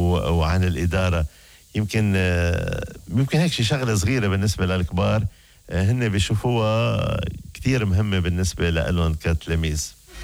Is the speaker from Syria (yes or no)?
yes; Syria; انا سوري بس احكي بالجامعة